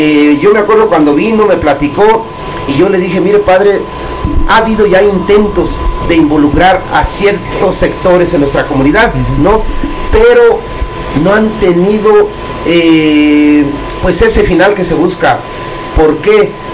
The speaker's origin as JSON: {"language": "Spanish", "town": "Cherán", "region": "Michoacán", "country": "Mexico", "said": "Para nosotros los cheranenses."}